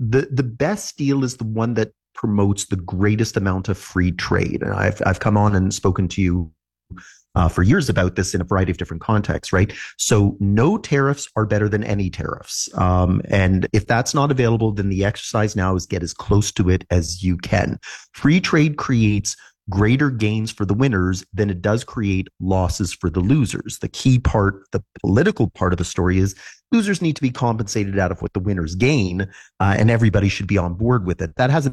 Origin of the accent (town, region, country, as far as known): Ontario, Canada; born or raised there